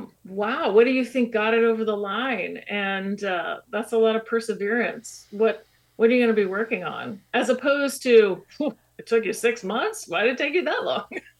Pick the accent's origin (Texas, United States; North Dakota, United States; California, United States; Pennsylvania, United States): California, United States; born there; I was born in California